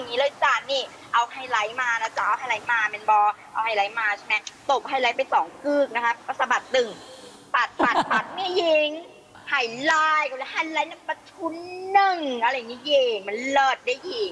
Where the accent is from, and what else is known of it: Phang Nga, Thailand